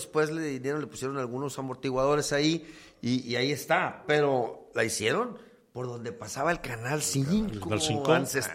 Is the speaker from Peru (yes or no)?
no; Guasave, Sinaloa, Mexico; Ahí tenemos el pueblo mío, digo, donde nací en Guasave.